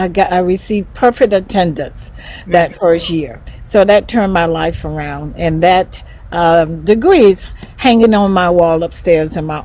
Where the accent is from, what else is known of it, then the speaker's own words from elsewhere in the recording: Asheville, North Carolina, United States; moved away as an adult; born and raised in Asheville, North Carolina, in the projects. So I grew up in the projects, and I went to Asheville High School, and I went on to Johnson C. Smith University as an undergrad